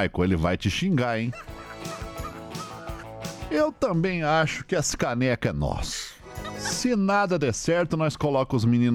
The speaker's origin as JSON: {"language": "Portuguese", "town": "Corumbá", "region": "Mato Grosso do Sul", "country": "Brazil", "said": "Ô, Diego, eu sou de Corumbá, tenho uma família, tenho na família duas primas e uma irmã que trabalha na noite."}